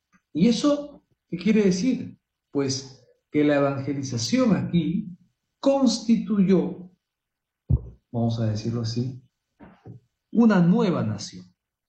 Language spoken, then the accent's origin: Spanish; Peru; nuestra patria, el Perú